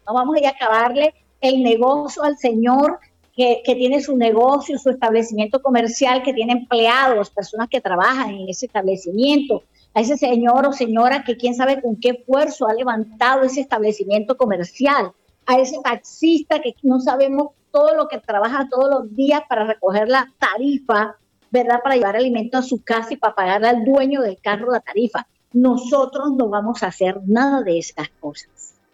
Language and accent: Spanish; Colombia; nosotros los colombianos somos los que mantenemos esas paredes